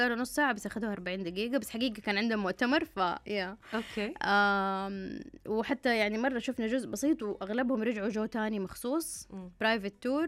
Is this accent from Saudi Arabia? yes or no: yes; Jeddah, Makkah Province, Saudi Arabia; هذه جدة أو هذه مدينتي